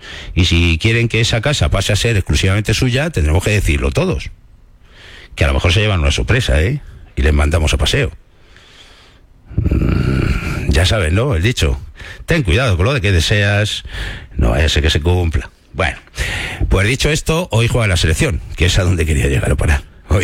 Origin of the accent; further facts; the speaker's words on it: Madrid, Community of Madrid, Spain; yo soy madrileño.